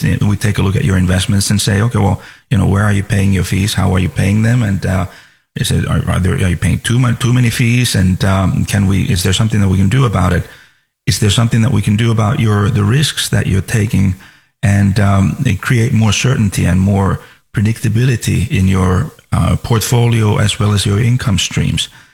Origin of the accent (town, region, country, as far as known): Finland; born or raised there; now in Florida, United States